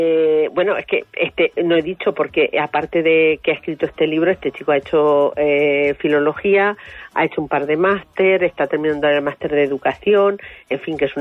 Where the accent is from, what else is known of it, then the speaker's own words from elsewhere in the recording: Cenizate, Castilla-La Mancha, Spain; Un joven poeta que es de Cenizate, que es mi pueblo.